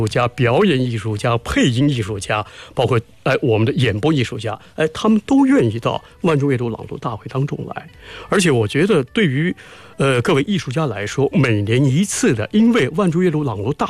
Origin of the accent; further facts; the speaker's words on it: Nanjing, Jiangsu, China; moved away; 作为一个南京人